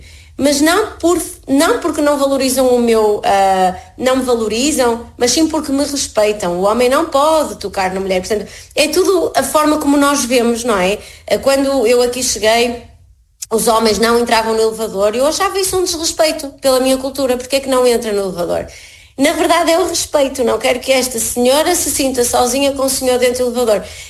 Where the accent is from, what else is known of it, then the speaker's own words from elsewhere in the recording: Portugal; moved away as an adult; now in Abu Dhabi, United Arab Emirates; eu enquanto portuguesa, pensei e achei, e assim fui criada